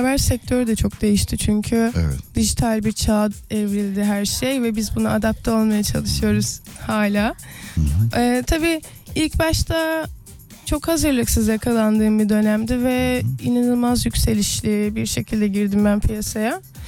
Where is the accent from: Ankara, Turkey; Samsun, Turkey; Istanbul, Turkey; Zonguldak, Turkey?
Ankara, Turkey; Yani Ankaralıyım. Orayı seviyorum. Oradaki dostlarımı, ailem hala orada yaşıyor zaten.